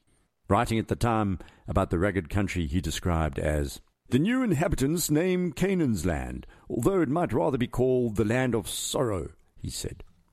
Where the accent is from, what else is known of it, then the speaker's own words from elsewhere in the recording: South Africa; as a South African.